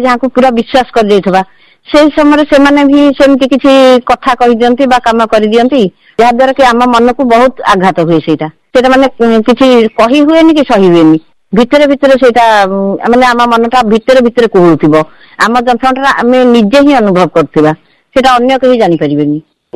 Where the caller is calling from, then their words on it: Jagatsinghpur, Odisha, India; ମୁଁ ଜଗତସିଂହପୁରରୁ